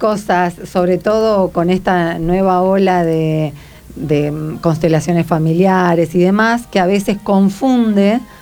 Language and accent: Spanish; Santa Fe, Argentina; Somos los santafesinos los que nos comemos las heces.